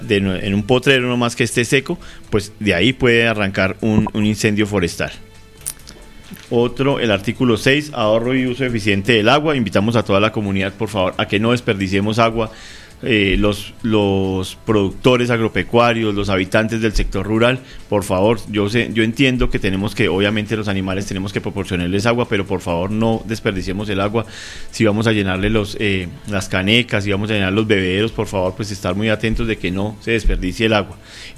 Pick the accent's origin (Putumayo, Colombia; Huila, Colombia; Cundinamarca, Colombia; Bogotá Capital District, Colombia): Cundinamarca, Colombia; somos los cubanos, los habitantes de Sabana Centro